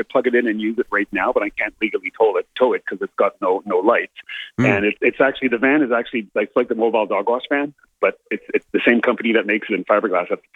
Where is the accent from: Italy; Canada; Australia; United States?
Canada; I'm from Canada